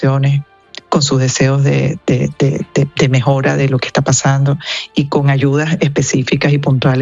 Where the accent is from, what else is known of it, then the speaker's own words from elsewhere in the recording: Venezuela; yo creo aprovechar este medio en nombre de Venezuela, como venezolana, pero en nombre de UNICEF